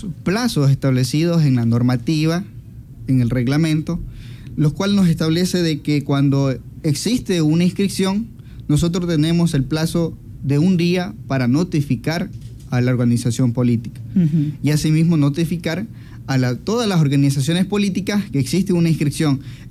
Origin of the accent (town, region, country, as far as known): Ecuador